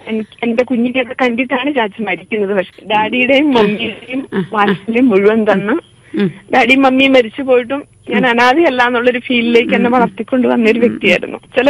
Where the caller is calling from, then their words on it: Pariyaram, Kerala, India; ഞാൻ പരിയാരത്താണ് താമസിക്കുന്നത്.